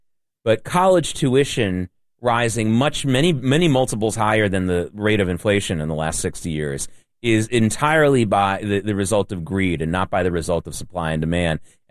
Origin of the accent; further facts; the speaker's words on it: Norfolk, Virginia, United States; now in New York, United States; Before I came to New York, I was growing up in Norfolk, Virginia.